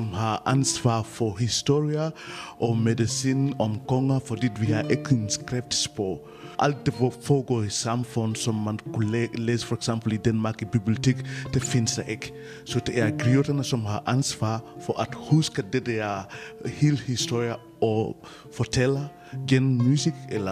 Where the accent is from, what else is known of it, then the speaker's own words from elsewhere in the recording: Gambia; Danish is a second language; moved away as an adult; now in Denmark; Jeg er født og opvokset i Gambia. Jeg har boet i Danmark i 4-2 år